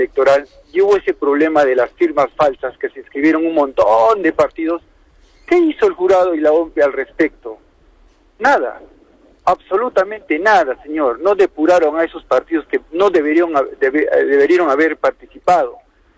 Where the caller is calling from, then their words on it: Peru; Espero yo, como ciudadano peruano